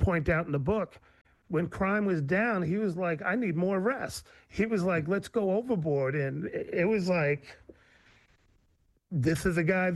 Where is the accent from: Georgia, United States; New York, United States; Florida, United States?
New York, United States; But, you know, growing up in New York